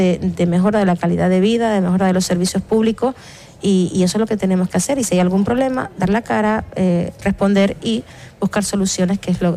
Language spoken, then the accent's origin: Spanish; Canary Islands, Spain; identidad como canario